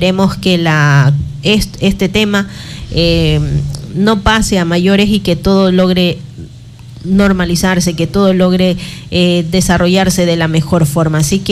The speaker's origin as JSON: {"language": "Spanish", "country": "Ecuador", "said": "como ecuatorianos estar preparados por esta llamada situación que se ubica el Ecuador en el conocido Callejón de Fuego"}